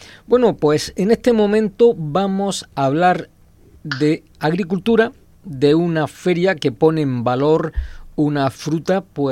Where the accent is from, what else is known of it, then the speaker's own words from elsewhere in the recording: El Ejido, Andalusia, Spain; born there; como vallarquero que soy de origen, aunque soy nacido en el Ejido, pero mis padres son de tierra de Vallarca. Bueno, de hecho sigo teniendo familia residiendo en la localidad.